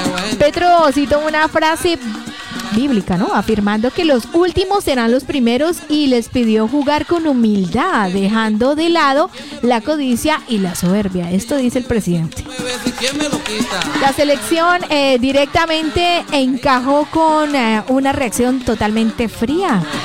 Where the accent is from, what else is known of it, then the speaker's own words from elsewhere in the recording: Colombia; Somos colombianos súper alegres, súper emotivos